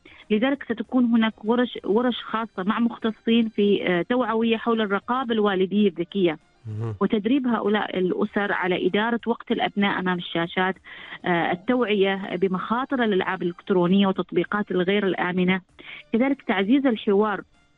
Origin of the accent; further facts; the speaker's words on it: Oman; عندنا في سلطنة عمان